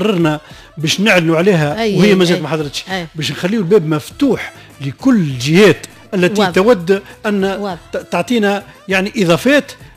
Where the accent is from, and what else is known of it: Tunisia